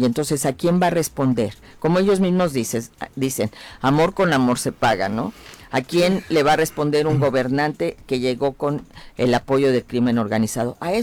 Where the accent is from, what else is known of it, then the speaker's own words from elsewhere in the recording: Mexico; todos somos mexicanos